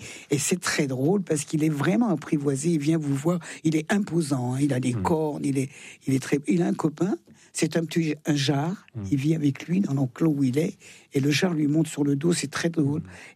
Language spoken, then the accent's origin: French; Auvergne-Rhône-Alpes, France; je suis plus savoyarde que française, d'ailleurs.